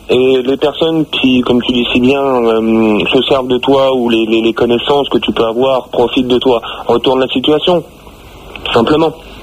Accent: Chelles, Île-de-France, France; Moi je suis de Chelles

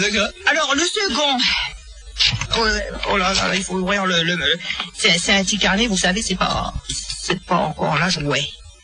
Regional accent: Paris, Île-de-France, France; Eh ben, je suis né à Paris dans le 13e arrondissement. Je suis un Parisien.

